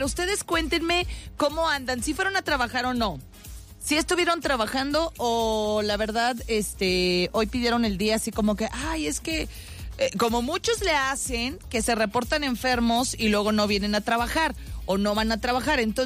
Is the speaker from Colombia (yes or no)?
no; Mexico; Los mexicanos somos muy echados para adelante, los mexicanos somos muy aguerridos